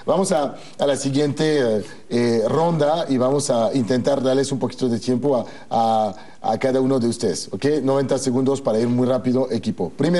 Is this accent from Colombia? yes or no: no; Mexico